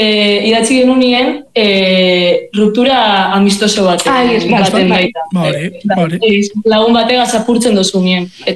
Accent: Gernika, Basque Country, Spain; Pues Gernikarra gara

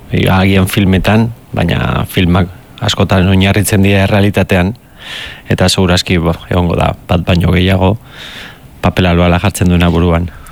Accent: Spain; first language Basque; Baina euskeraz ez, nire ama hizkuntza da, eta ez dut beste modu baten ulertzen.

